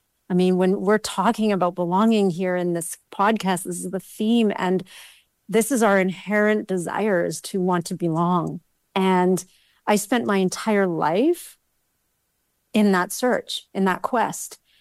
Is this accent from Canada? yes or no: yes; Calgary, Alberta, Canada; As you said, I was born and raised in Calgary. in the mid 70s and 80s. So back then it was a very different city.